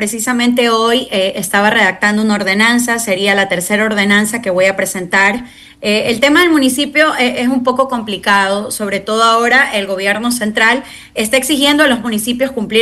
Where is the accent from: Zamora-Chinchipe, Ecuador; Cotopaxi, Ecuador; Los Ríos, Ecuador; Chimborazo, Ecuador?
Los Ríos, Ecuador; Vinces